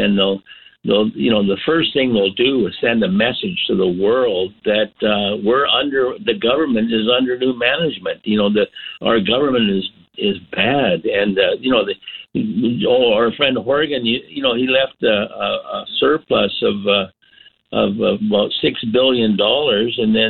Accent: Sooke, British Columbia, Canada; And in my hometown of Souk, they desperately need the completion of the Throop Road connector

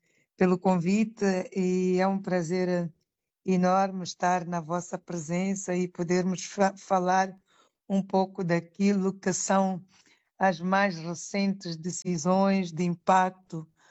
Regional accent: Mozambique; é uma mensagem que toca a todos nós enquanto moçambicanos.

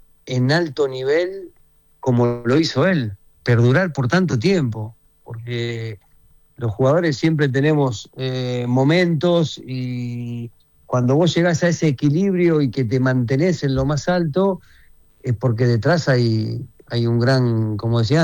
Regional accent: Argentina; lo que creo que soñaba él en primera persona y después soñábamos todos nosotros como argentinos.

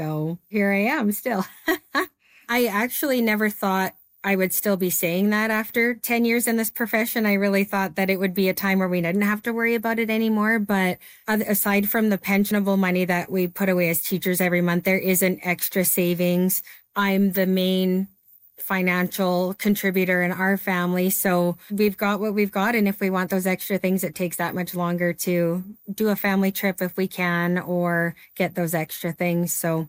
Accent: Lethbridge, Alberta, Canada; I am from Lethbridge, Alberta.

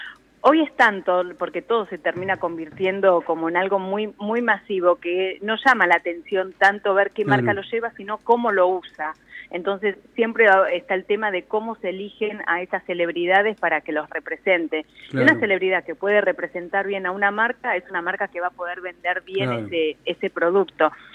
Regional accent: Argentina

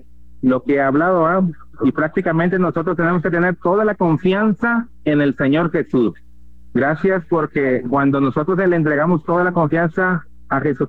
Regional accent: Manzanillo, Colima, Mexico; que venimos desde México, del estado de Colima, Manzanillo. Venimos de varios lugares de ahí del estado de Colima.

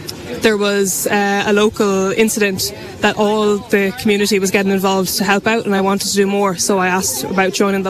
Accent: Leighlinbridge, Leinster, Ireland; So I grew up actually in the Midlands, in Leash on the River Barrow, and used to come down to Feathered on the weekends.

